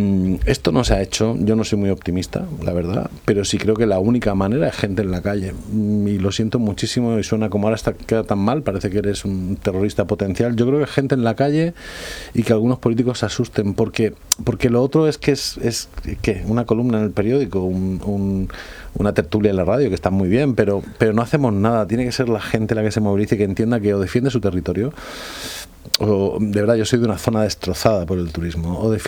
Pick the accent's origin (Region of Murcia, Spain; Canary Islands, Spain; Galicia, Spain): Region of Murcia, Spain; moved away; yo soy originario de Murcia y me gusta el tenis